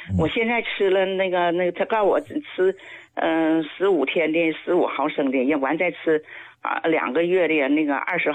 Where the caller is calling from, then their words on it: Shenyang, Liaoning, China; 我家是沈阳的，今年75岁了。